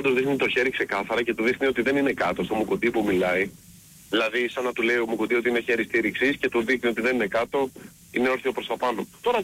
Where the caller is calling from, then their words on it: Vrilissia, Attica, Greece; από Βρυλίσια